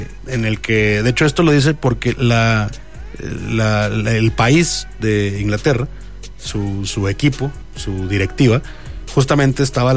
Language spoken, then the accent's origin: Spanish; Mexico; como mexicanos queremos obviamente nuestro país